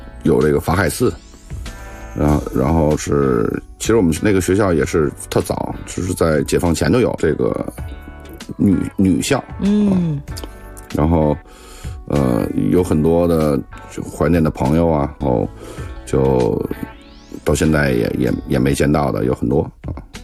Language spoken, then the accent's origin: Chinese; Beijing, China; 我从小在那个石景山有一叫五里屯的，那时候平房比较多，然后有很多这个清末明初的建筑，那时候在九中嘛，